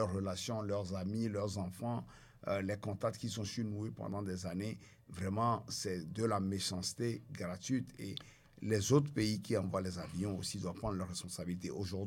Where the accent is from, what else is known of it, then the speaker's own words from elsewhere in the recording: Togo; je connais la langue, mais bon, ils ne savent pas que je suis Togolais